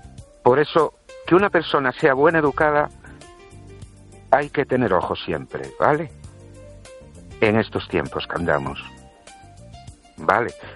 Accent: Ourense, Galicia, Spain; Buenas noches, Estéreo oyentes. … de Orense.

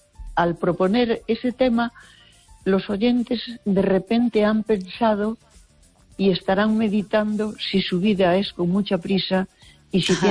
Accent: Baiona, Galicia, Spain

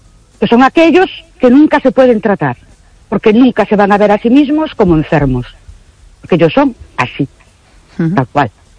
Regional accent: Ourense, Galicia, Spain; Buenas noches … de Orense.

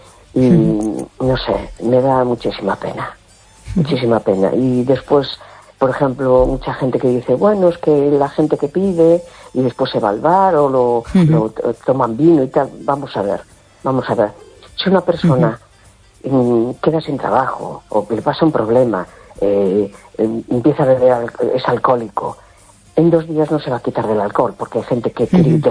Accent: A Coruña, Galicia, Spain; Hola, buenas noches … de La Coruña.

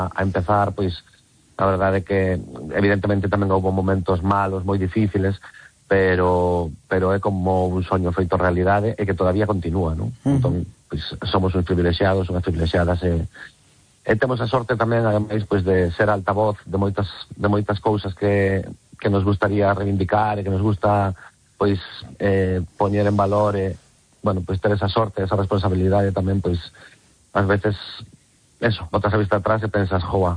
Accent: Galicia, Spain; Somos galegos

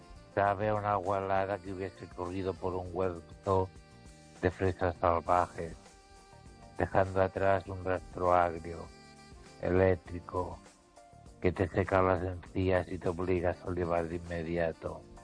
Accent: Ourense, Galicia, Spain; La verdad es que … de Orense.

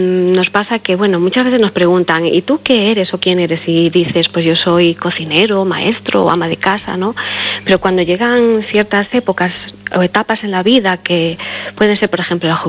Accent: Galicia, Spain

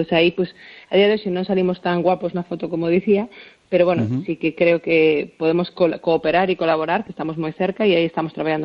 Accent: Galicia, Spain; Pero a nivel galega, como galega falando

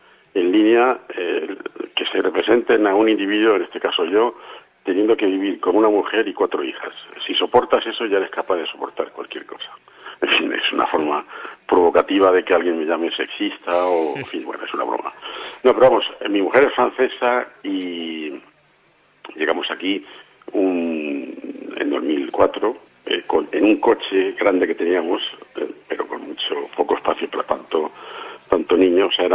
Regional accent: Castilla-La Mancha, Spain; moved away as an adult; also born or lived in Madrid; now in Muxía, Spain; yo nací en Madrid, lo que pasa es que me educaron o me criaron en, porque lo de educarme, no sé si lo consiguieron, pero me crié en La Mancha, en la provincia de Toledo

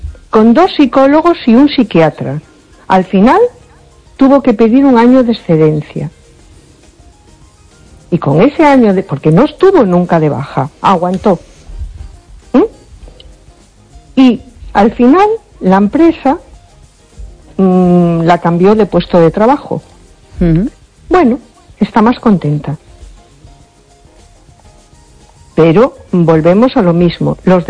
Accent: A Coruña, Galicia, Spain

